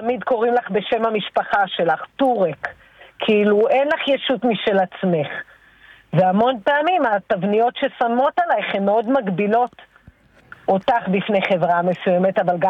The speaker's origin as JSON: {"language": "Hebrew", "region": "Central District", "country": "Israel", "tie": "born or raised there", "said": "אני מקיבוץ שפעים."}